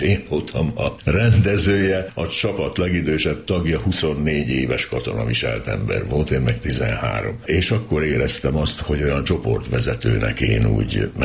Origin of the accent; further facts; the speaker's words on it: Hungary; born there; Tornyoson születtem, de az én édesapám nem érezte ott jól magát